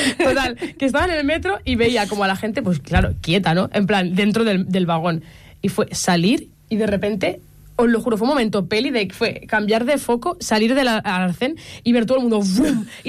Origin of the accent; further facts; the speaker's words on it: Ripollet, Catalonia, Spain; moved away as an adult; now in Barcelona, Spain; Yo soy de Ripollet.